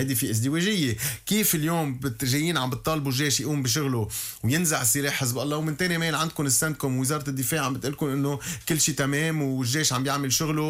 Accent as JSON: {"language": "Arabic", "country": "Lebanon", "said": "ونحن كمان كلبنانيين سياديين"}